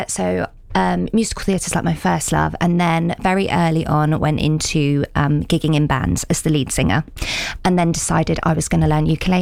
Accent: South West England, United Kingdom; But I'm from Cornwall.

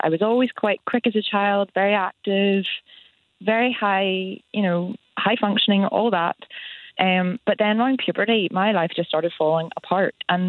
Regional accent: Northern Ireland, United Kingdom; I grew up in Northern Ireland. I went to a good school in Belfast.

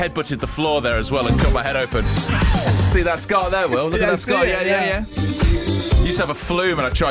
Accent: Leicester, East Midlands, United Kingdom; I'm from Braunston, which was next to New Parks.

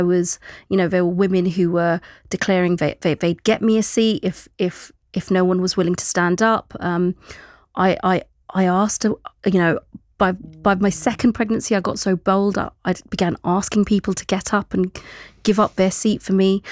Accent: London, United Kingdom; So I would say, as a Londoner, born and bred, love the underground, grew up, you know, travelling the network

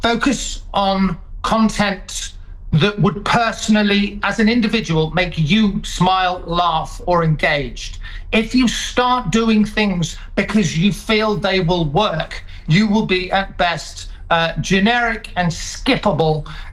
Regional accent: United Kingdom; as British people

